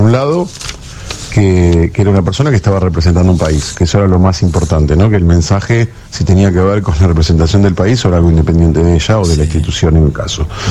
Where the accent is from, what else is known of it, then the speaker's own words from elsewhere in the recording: Argentina; somos argentinos judíos. Y no es un tecnicismo menor. O sea, somos una población argentina que defendemos a nuestro país